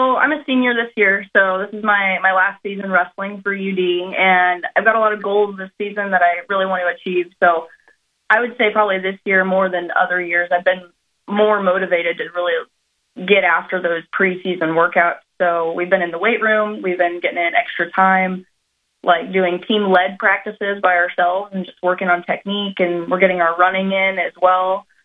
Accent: St. Joseph, Missouri, United States; moved away as an adult; I'm from St. Joseph, Missouri.

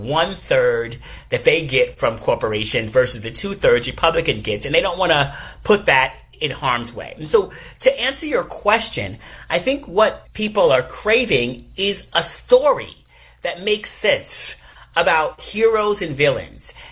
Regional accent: New York, United States; And I watch this very clearly as a New Yorker

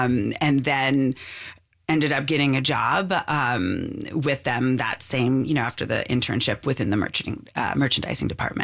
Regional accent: Cerritos, California, United States; right here in L.A., Cerritos, California.

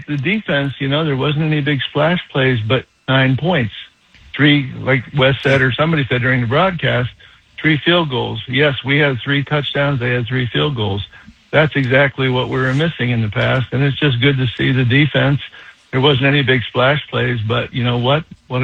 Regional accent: Conneaut Lake, Pennsylvania, United States; now in Charlotte, United States; Here in Charlotte, you welcome us every, you know, we get to hear you every day, but I'm originally from Conneaut Lake.

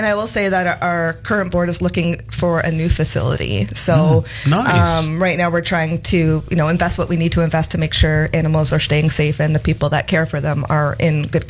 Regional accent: Toronto, Ontario, Canada; now in Syracuse, United States; I'm actually from Canada. I'm from Toronto.

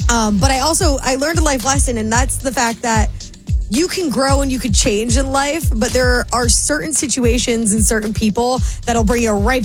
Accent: New Jersey, United States; accent: Jersey; when I drink, my Jersey accent comes out more.

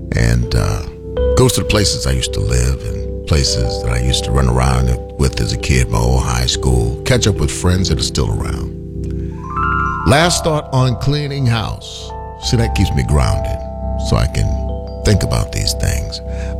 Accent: Savannah, Georgia, United States; now in Virginia, United States; I'm from Savannah, Georgia, so to leave Virginia and go all the way home

